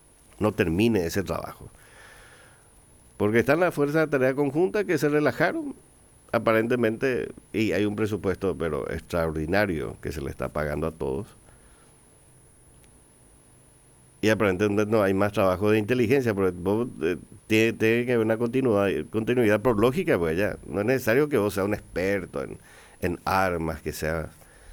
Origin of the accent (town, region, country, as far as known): Paraguay